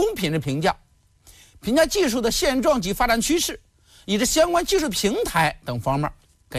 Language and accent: Chinese; northern China, China; 我是北方人，吃到的菠萝，我们北方认为菠萝是一种好像酸的。